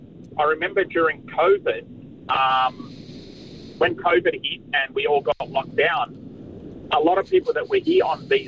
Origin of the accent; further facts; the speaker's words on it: Sydney, New South Wales, Australia; I'm born and bred in Sydney and lived here all my life